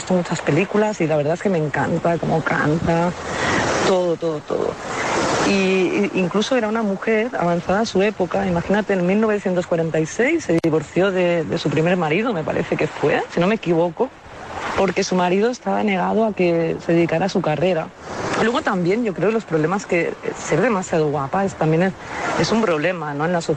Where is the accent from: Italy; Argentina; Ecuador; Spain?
Spain; Sitges, Catalonia